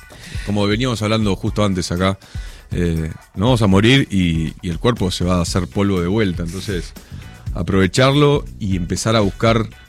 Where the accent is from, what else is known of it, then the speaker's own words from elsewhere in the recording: Argentina; soy argentino